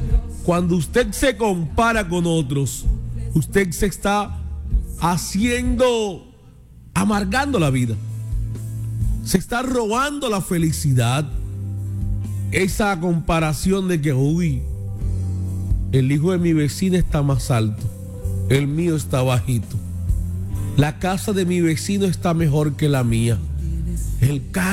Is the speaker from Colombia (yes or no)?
yes; Arjona, Bolívar, Colombia; born there; en Arjona, donde yo nací, donde yo vivo